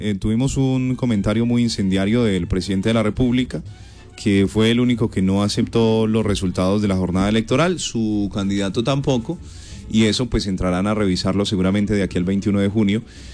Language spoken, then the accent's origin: Spanish; Colombia; Ayer, bueno, felicitarnos como colombianos.